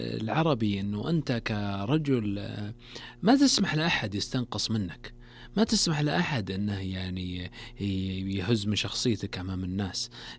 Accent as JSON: {"language": "Arabic", "country": "Saudi Arabia", "said": "في المملكة العربية السعودية"}